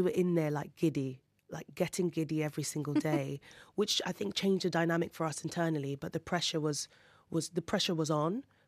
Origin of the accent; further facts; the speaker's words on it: Nigeria; accent: Nigerian; my accent started getting more and more Nigerian